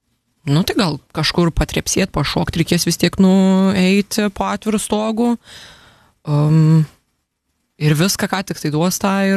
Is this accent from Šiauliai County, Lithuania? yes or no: yes; Kuršėnai, Šiauliai County, Lithuania; moved away as an adult; also born or lived in London; išvažiavau vėliau aš iš Šiaulius mokytis į gimnaziją, pasibaigti, nes man kuršienai atsit per mažą jau, tai aš išvažiavau gimnaziją, baigiau Šiauliuose ir variau ten į Londoną, išsikrausčiau